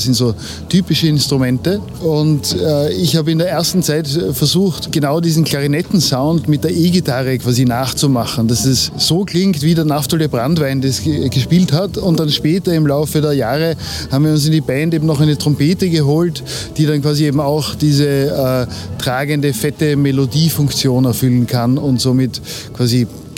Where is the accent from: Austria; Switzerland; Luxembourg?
Austria; ich bin Österreicher und somit ist es definitiv österreichische Musik.